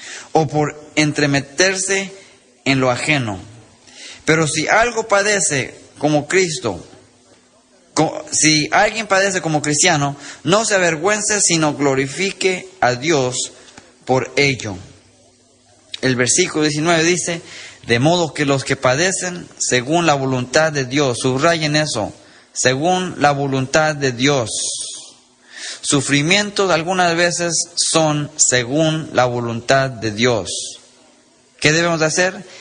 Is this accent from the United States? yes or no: yes; United States; nosotros como americanos aquí